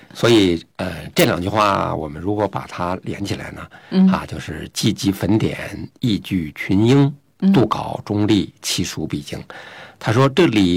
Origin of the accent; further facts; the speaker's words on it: China